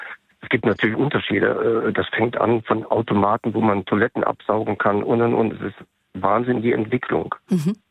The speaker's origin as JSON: {"language": "German", "country": "Sweden", "tie": "born or raised there", "moved": "yes", "lives_now": "Ennepetal, Germany", "said": "Ja, also ich bin in Schweden aufgewachsen, auf einer schönen Insel."}